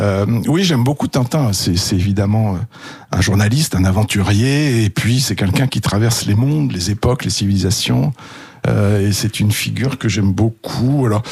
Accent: Tahiti, French Polynesia; also born or lived in Madagascar; En fait, moi, j'ai passé mon enfance à Tahiti. Et mon adolescence à Madagascar

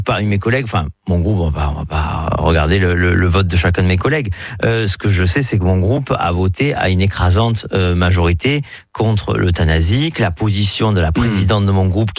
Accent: France

